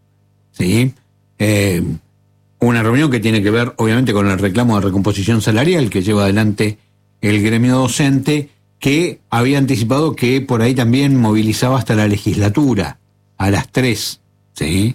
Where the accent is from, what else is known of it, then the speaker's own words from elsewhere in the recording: Río Grande, Tierra del Fuego, Argentina; cuando era chico en Río Grande